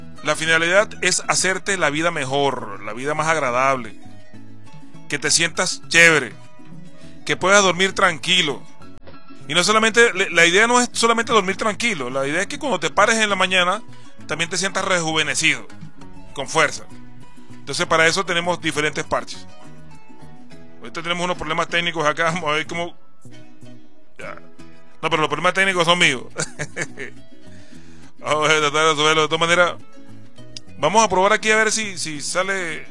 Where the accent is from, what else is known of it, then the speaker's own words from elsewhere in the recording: San José de Areocuar, Sucre, Venezuela; now in Ciudad Guayana, Venezuela; mi pueblo San José de Areocuar